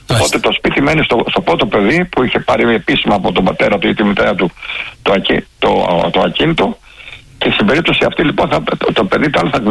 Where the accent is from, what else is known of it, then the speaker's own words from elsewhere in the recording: Platania, Greece; Επίσης στο Λονδίνο, το Βασίλη από τον Πλετανιά, το χωριό μου, έτσι, καταγωγή από τον Πλετανιά.